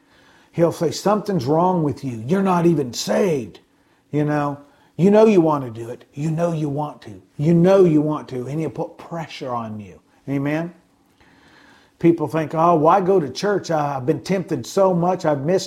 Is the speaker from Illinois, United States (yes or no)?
yes; Illinois, United States; as a child, growing up in Illinois